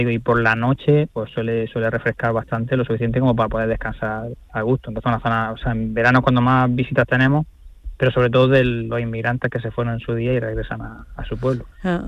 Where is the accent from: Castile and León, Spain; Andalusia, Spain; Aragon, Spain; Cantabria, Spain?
Andalusia, Spain; Pues mi pueblo es un pueblo muy chiquitito, es un pueblo de sierra.